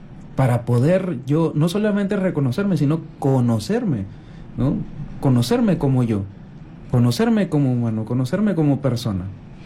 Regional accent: Peru; crezcamos todos nosotros en cercanía como hermanos y como peruanos

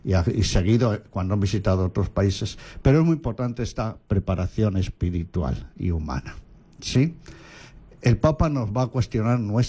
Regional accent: Castile and León, Spain; now in Peru

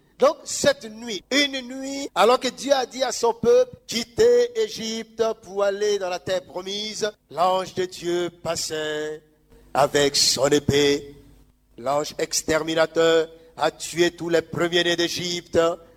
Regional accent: Central African Republic; parce que chez nous en Centrafrique, on appelle ça kindakozo.

